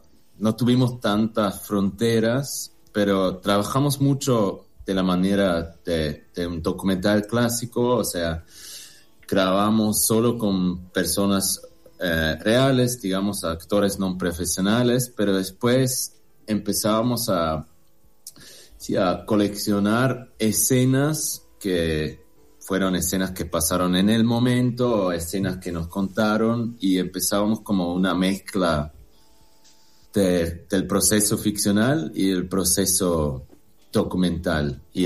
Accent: Switzerland; moved away; Y yo vengo de Suiza

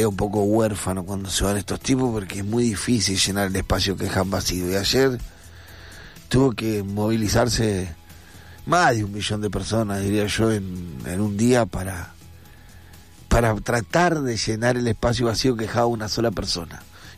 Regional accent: Argentina

